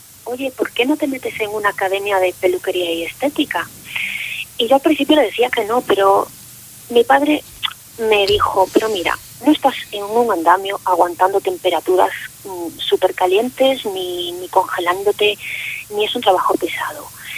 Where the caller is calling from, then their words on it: Vigo, Galicia, Spain; Os hablo desde Galicia, desde Vigo.